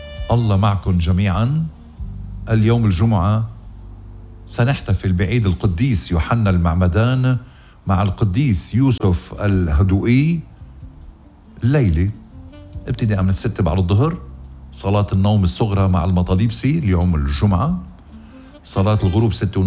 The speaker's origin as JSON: {"language": "Arabic", "country": "Lebanon", "said": "أقل وجباتنا كلبنانية أنا وياكم أنه نعرف ضيعنا اللبنانية"}